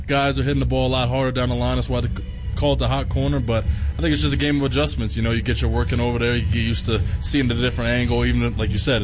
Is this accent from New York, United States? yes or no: no; New Jersey, United States; I mean, growing up in Jersey, I didn't grow up a Yankees fan